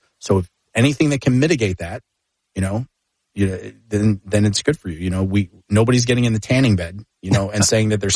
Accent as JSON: {"language": "English", "town": "Dallas", "region": "Texas", "country": "United States", "tie": "born or raised there", "said": "I was living in Dallas at the time. I was a kid. I grew up in Dallas."}